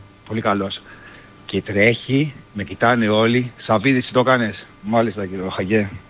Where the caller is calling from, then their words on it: Athens, Attica, Greece; εγώ είμαι από Αθήνα